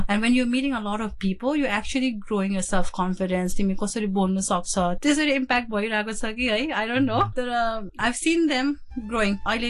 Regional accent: Darjeeling, West Bengal, India; now in Hong Kong; Darjeeling ma hurkera chai

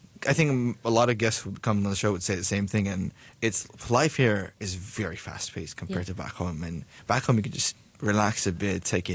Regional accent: Bangladesh; moved away as an adult; now in Hong Kong

